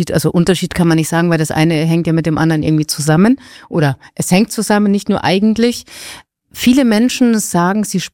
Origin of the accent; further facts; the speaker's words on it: Garmisch, Bavaria, Germany; Ich bin selbst auch aus Garmisch und ich kann mich als Kind erinnern, ich hatte das Gefühl, wir hatten immer so 2 Meter Schnee